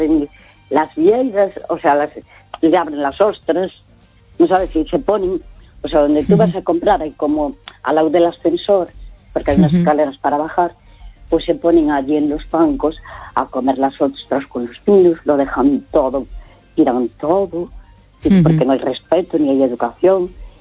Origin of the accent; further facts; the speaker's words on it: Santiago de Compostela, Galicia, Spain; Porque yo soy de Santiago de toda la vida.